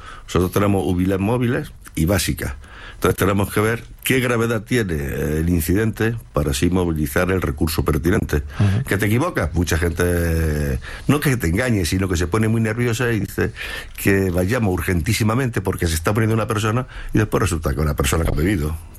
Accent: Bedmar, Andalusia, Spain; also born or lived in Jaén / Baeza; now in Madrid, Spain; Nací en Jaén, pero me crié en Benmar, cerca de Úbeda.

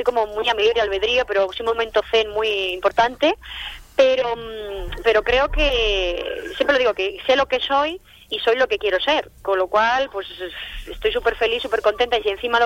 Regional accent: Laguna de Duero, Castile and León, Spain; en mi pueblo, en Laguna de Duero

